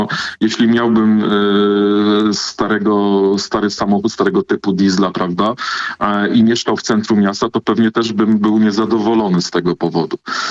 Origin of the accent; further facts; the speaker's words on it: Kościerzyna, Pomeranian Voivodeship, Poland; Ja pochodzę z takiego małego miasta na Kaszubach, się nazywa Kościerzewa